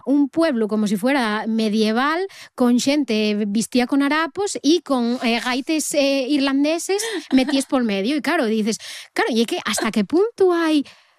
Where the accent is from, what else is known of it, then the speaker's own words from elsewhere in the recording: Asturias, Spain; culturas así minoritarias, minorizadas, como puede ser las Asturias, nosotres.